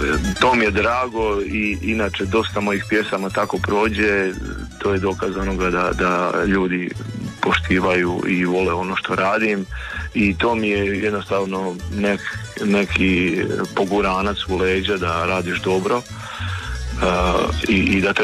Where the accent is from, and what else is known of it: Slavonia, Croatia